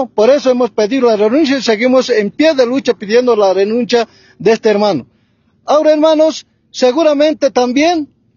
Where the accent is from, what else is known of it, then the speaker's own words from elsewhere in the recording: Bolivia; nosotros, como bolivianos, como indígenas originarios